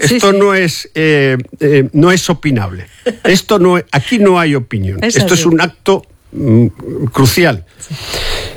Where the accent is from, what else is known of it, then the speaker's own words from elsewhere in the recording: Barbastro, Aragon, Spain; moved away; yo soy aragonés, nacido en la provincia de Huesca, en Barbastro.